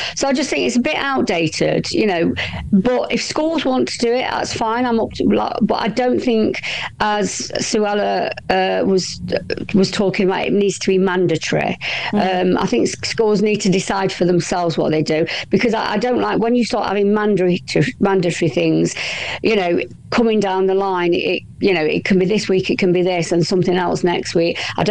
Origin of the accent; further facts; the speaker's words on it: United Kingdom; I don't think it's British. I don't think as British we sort of push this type of you know, this is who we are.